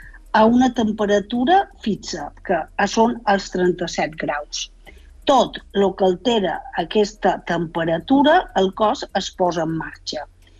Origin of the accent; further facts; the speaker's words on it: Balearic Islands, Spain; accent: not central Catalan (island Catalan); Si vius a les illes, com són jo, i ja tothom se'n deu haver donat compte que el meu català no és el català central